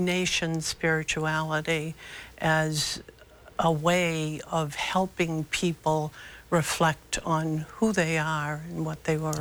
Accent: Boston, Massachusetts, United States; I grew up in Presentation Parish, and my mother grew up right down the street, so we sort of have a rootedness in Brighton. And I've been there all my life

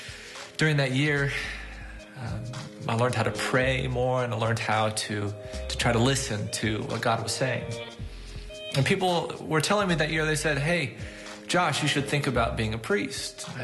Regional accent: Owensboro, Kentucky, United States

